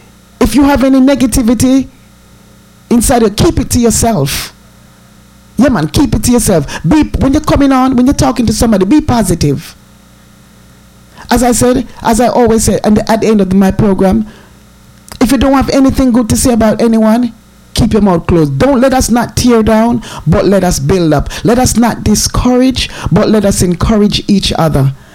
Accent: Jamaica; I remember growing up in Jamaica, Christmas take forever if it come.

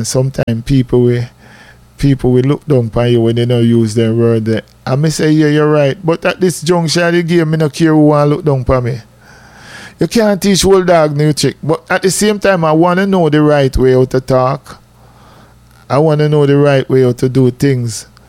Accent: Jamaica; accent: patois; cause we as Jamaican, you know, when we talk with regular patois

